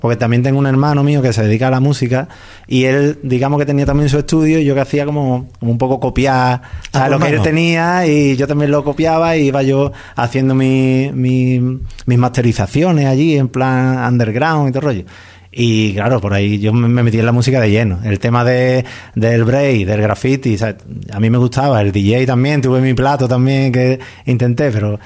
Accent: Alcalá de Guadaíra, Andalusia, Spain; yo soy de Alcalá de Guadaira.

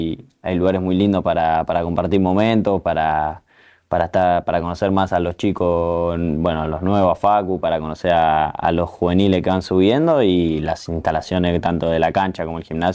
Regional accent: Argentina; moved away as an adult; now in Seville, Spain; uno como argentino

